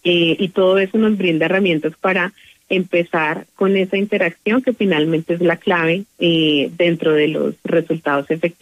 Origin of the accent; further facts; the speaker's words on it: Colombia; nosotros como colombianos vamos a manejar un acento